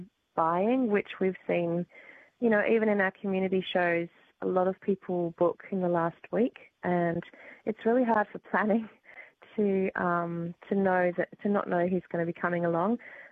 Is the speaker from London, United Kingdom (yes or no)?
yes; London, United Kingdom; And to be fair, I mean, I grew up living in London as well. I used to go to all the West End shows.